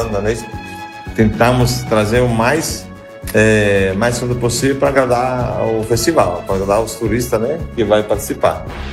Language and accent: Portuguese; Italy; Portuguese is a second language; now in Brazil; Eu sou italiano, a família italiana, moramos aqui há muitos anos, né? E estamos já na quarta geração.